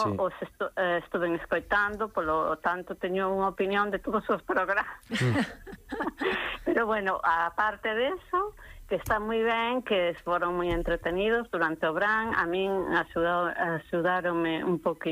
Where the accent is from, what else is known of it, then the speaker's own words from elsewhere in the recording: Betanzos, Galicia, Spain; Os que somos de Betanzos ou que vivimos en Betanzos